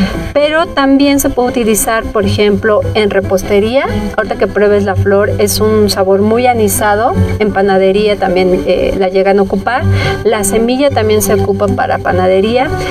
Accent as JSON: {"language": "Spanish", "country": "Mexico", "said": "La dalia es la flor nacional, es la flor que nos representa como mexicanos."}